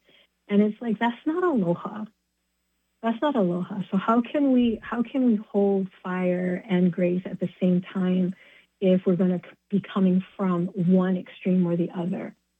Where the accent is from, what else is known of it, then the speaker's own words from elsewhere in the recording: Hawaii, United States; now in Washington State, United States; I'm from Hawaii, and moving up here to Washington State, I didn't know what layering was when I first moved here.